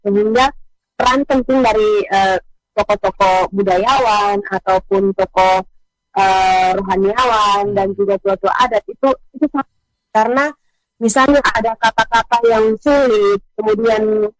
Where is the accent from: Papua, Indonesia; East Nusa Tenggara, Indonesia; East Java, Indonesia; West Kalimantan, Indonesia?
East Nusa Tenggara, Indonesia; Kodi; karena saya ini bukan asli orang Kodi, saya campuran orang Kodi di sini, orang Kodi Kepa, tanggal bapak saya orang Kepa, bapak saya orang Sumba, jadi tidak banyak leksikon yang saya tahu, Kakak.